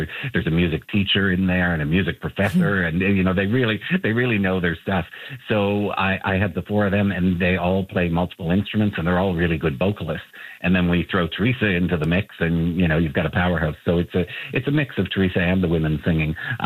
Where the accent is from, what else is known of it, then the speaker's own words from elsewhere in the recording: the Maritimes, Canada; I'm 60 years old, and I always joke that, you know, I'm from the Maritimes, but I didn't grow up with, you know, a fisherman and a lobster and that kind of thing.